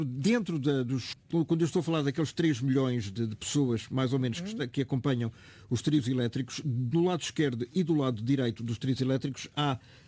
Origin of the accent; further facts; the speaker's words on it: Portugal; eu sou de Portugal.